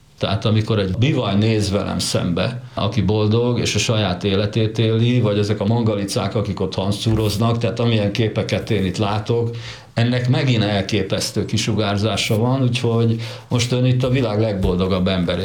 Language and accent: Hungarian; Hungary; born there; én ide születtem Magyarországra